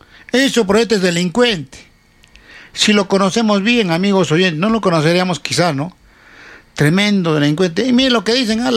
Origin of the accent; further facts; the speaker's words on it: Cerro Colorado, Arequipa, Peru; born there; Yo soy nacido en Cerro Colorado, soy cerreño de nacimiento.